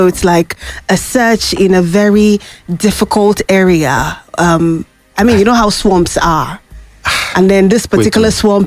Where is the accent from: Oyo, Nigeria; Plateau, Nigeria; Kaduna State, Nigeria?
Plateau, Nigeria; Jos; I grew up in Jos.